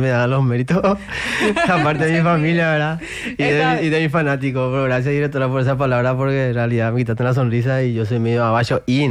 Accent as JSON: {"language": "Spanish", "region": "Asunción", "country": "Paraguay", "tie": "born or raised there", "said": "Nací mal, criado en la Chacarita"}